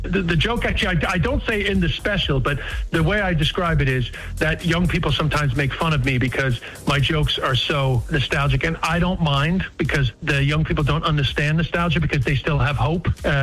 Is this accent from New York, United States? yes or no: yes; New York City, New York, United States; There's a section about growing up in Queens.